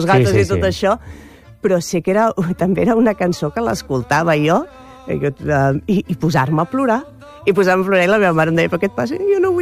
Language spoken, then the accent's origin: Catalan; Mataró, Catalonia, Spain; jo soc de Rocafonda també, com el Lamin Jamal